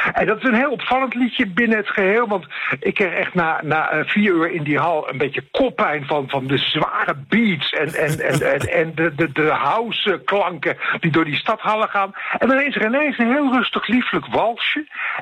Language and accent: Dutch; Netherlands; En wie nou mocht hopen dat ik als Nederlander of dat iemand uit Ierland of iemand uit Spanje een positief of negatief wordt bejegend